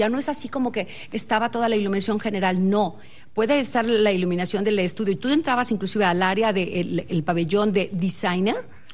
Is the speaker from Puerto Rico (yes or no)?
no; Mexico; lo que somos nosotros los mexicanos.